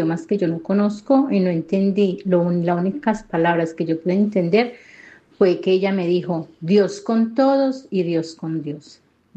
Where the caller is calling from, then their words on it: Israel; Llamo desde Israel.